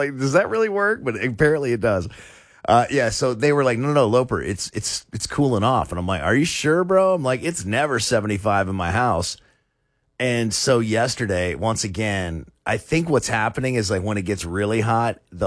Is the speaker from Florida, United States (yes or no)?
yes; West Palm Beach, Florida, United States; So I'm from West Palm Beach.